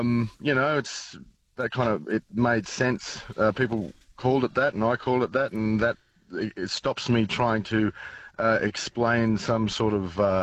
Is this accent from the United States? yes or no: no; New South Wales, Australia; also born or lived in Dubbo; I grew up out in the Riverina. I was born in Dubbo, then I moved west, south, kind of southwest of the Riverina. And I spent most of my, you know, early years and childhood growing up there, you know, amongst different small little towns and whatnot.